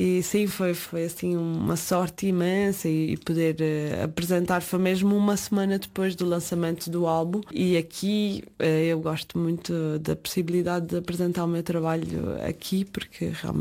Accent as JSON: {"language": "Portuguese", "town": "Calheta", "region": "Azores", "country": "Portugal", "said": "eu sou da Calheta."}